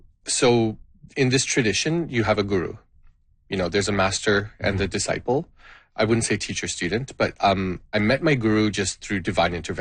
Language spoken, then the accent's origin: English; Canada; born there; first language Gujarati; English is a second language